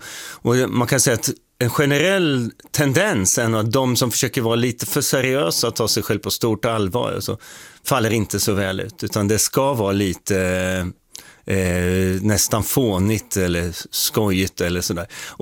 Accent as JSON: {"language": "Swedish", "town": "Åtvidaberg", "region": "Östergötland", "country": "Sweden", "said": "Jag är från Åtvidaberg, så jag är från Götaland."}